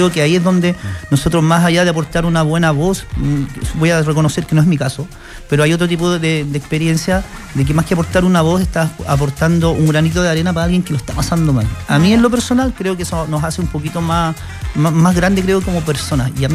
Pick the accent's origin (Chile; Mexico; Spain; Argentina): Chile; Graneros, O'Higgins; now in Puente Alto, Chile; Yo, mira, desde Granero, pero vengo desde Puente Alto. De hecho, ahora vengo desde Lampa, imagínate.